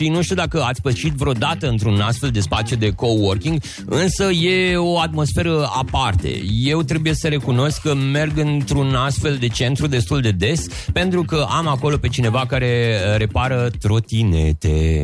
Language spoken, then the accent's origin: Romanian; Suceava County, Romania; eu vin din Bucovina